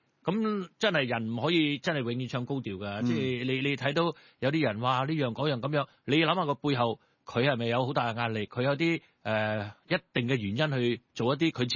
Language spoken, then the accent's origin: Cantonese; China; 我哋中國人有句說話啊嘛，我哋唔可以閉於天而不知人啊嘛